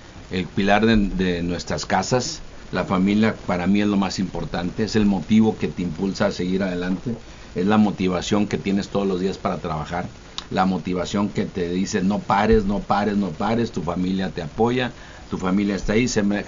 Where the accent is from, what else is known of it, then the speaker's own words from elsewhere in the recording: Ciudad Victoria, Tamaulipas, Mexico; yo nací aquí en Ciudad Victoria hace ya 54 años